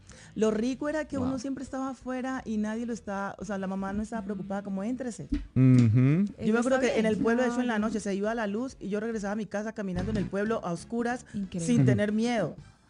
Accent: Timbiquí, Cauca, Colombia; born there; moved away; also born or lived in Cali; Nací en Timbiquí

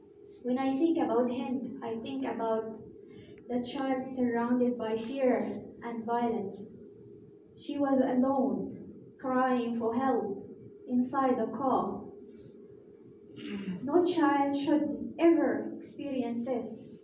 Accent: Gaza, Gaza Strip, Palestine; now in South Africa; It's called Tal El Hawa. And in Gaza, it was once one the most beautiful area in whole Gaza. The neighborhood was very beautiful.

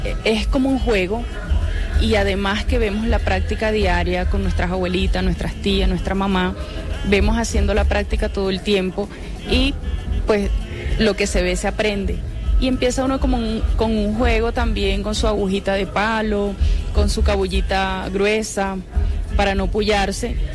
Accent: Colombia; first language Arhuaco; Spanish is a second language

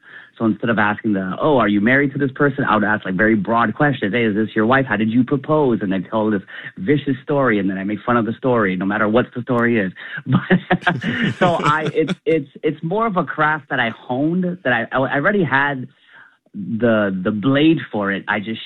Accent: Philippines; Well, I talk about being Filipino, but not knowing my native tongue. So, and also Filipinos, we don't look like, we're very diverse in the way we look.

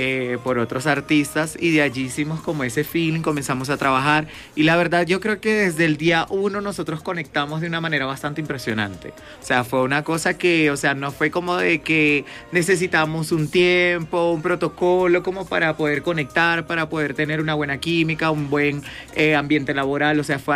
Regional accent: Caja Seca, Venezuela; moved away as an adult; now in Bogotá, Colombia; Yo soy de un pueblito llamado Caja Seca, allá en Venezuela, un pueblito caliente, Mérida, sí.

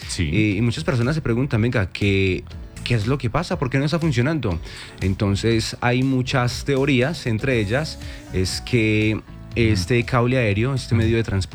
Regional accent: Manizales, Caldas, Colombia; ¿Cómo le parece que los que somos de Manizales y Manizales y Villa María y nos transportamos en el cable aéreo

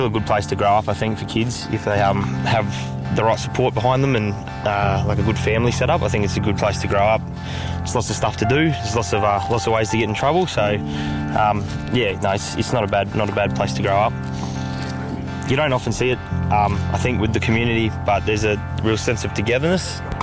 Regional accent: Alice Springs, Northern Territory, Australia; born there; I was born here in Alice Springs.

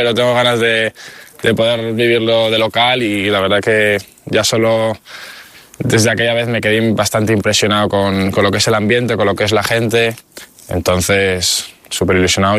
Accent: León, Castile and León, Spain; Sí, yo soy de León y siempre que puedo pues me gusta ir allí, me siento como en casa

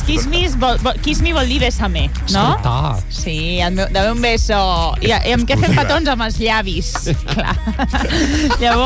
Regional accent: Catalonia, Spain; És un tema de l'orgull que sento com a catalana, de la història que ha fet Barcelona, de la història que ha fet Catalunya.

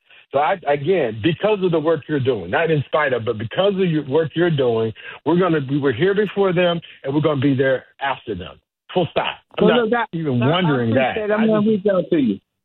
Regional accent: St. Louis, Missouri, United States; when I talk about my hometown in the United States, of course, I say St. Louis because that's where I spent much of my younger life.

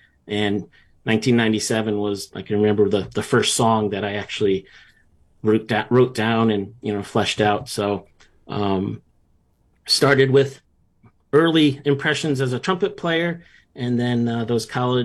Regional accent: North Branford, Connecticut, United States; Yeah, I grew up in North Branford, which is in New Haven County on the shoreline in Connecticut.

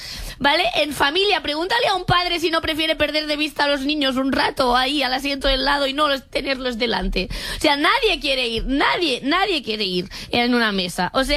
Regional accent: Catalonia, Spain; como persona catalana esto me

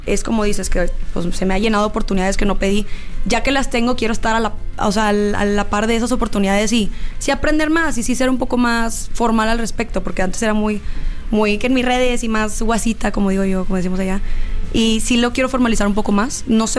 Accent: Monterrey, Nuevo León, Mexico; now in Mexico City, Mexico; Es que yo soy de Monterrey.

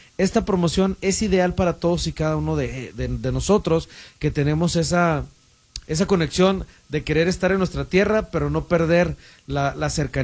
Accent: Guanajuato, Mexico; moved away; Que yo soy de más al sur, yo soy de Guanajuato.

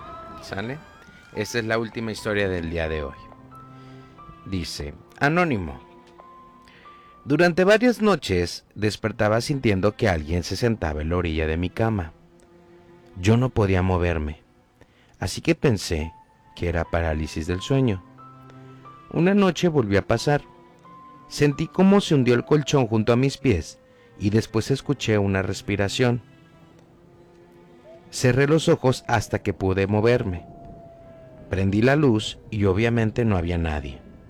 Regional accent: Mexico; Porque somos muy mexicanos

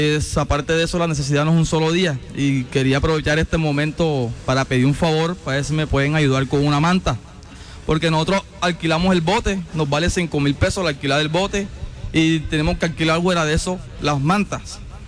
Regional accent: Villarrosa, Atlántico, Colombia; Yo soy un joven que soy de Villarrosa, vivo de la pesca.

